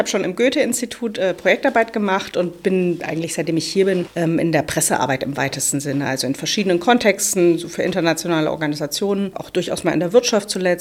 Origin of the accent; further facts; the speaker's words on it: Thuringia, Germany; now in Dresden, Germany; aber ich komme natürlich aus Thüringen und ich bin Thüringerin. Und das bleibe ich auch den Rest meines Lebens, auch wenn ich vermutlich in Sachsen alt werde. Genau, also ich bin Thüringerin, aber ja, ich lebe in Dresden